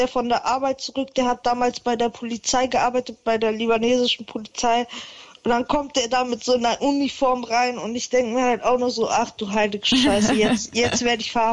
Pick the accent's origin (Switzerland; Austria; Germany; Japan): Germany; dass ich in Deutschland groß geworden bin und hauptsächlich nur Deutsch rede.